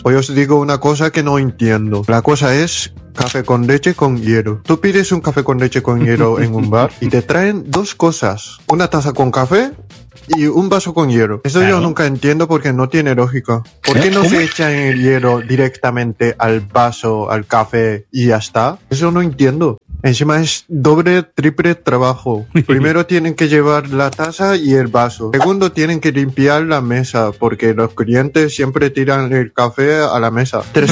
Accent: Japan; Spanish is a second language; moved away as an adult; now in Valencia, Spain; Soy japonés y esta cosa de España nunca voy a entender. O sea, que llevo viviendo en España más de 5 años.

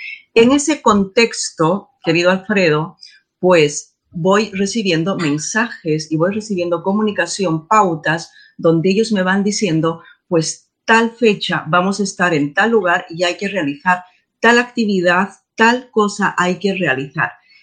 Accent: Peru; varios lugares en mi país de origen, en Perú

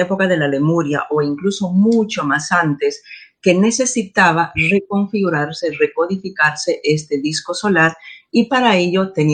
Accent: Peru; he reconectado varios lugares en mi país de origen, en Perú, conectando con muchos lugares de Perú, Bolivia, Ecuador, Chile

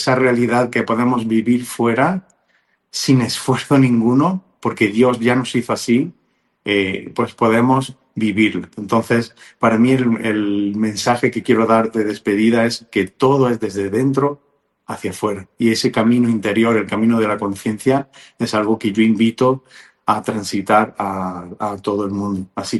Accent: Spain; now in Mexico; pues desde aquí, desde México, aunque soy de España, pero resido aquí en México

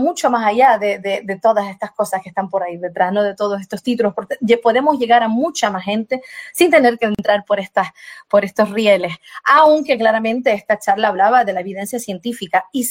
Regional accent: Brazil; moved away; Yo soy indígena, yo soy brasileña, de natural brasileña, yo soy indígena.

